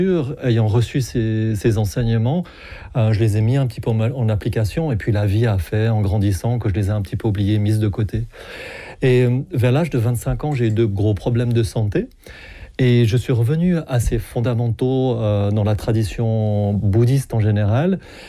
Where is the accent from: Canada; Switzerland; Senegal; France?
Switzerland; Fribourg; born there; also born or lived in Geneva